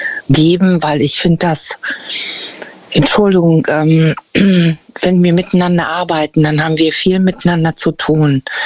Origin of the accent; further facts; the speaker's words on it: North Rhine-Westphalia, Germany; Aus der Nähe von Bonn.